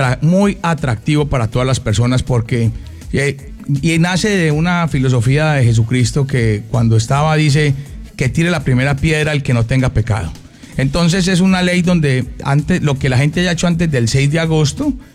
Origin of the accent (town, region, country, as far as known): Colombia